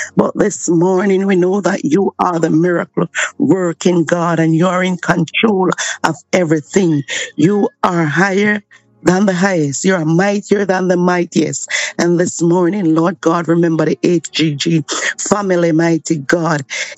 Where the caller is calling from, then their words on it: Hanover, Jamaica; I'm from Jamaica in Hanover.